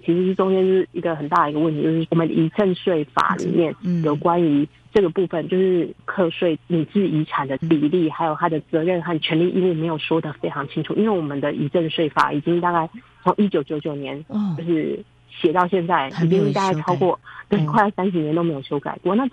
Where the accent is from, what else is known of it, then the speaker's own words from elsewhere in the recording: Taiwan; 因为我们台湾人这几年社会变动实在非常快